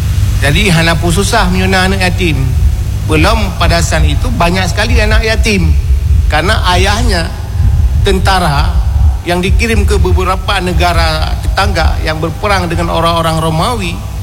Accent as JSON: {"language": "Indonesian", "region": "Aceh", "country": "Indonesia", "said": "perjuangan kita orang Aceh"}